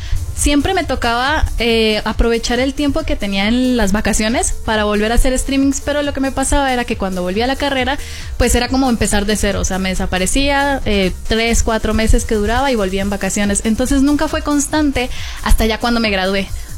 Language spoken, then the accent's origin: Spanish; Cali, Valle del Cauca, Colombia; moved away as an adult; now in Mexico; mi ciudad, que yo soy de Cali